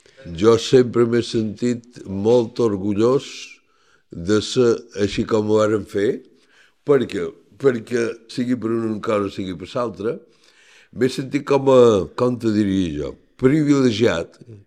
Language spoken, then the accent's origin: Catalan; Palma, Balearic Islands, Spain; aquesta barriada pràcticament és la meva, és la que he viscut més temps, tant d'infant com ara d'adult. Jo vaig néixer a Esterret el 2 de desembre, que està aquí darrere. Però llavors vam anar a viure aquí, General Riera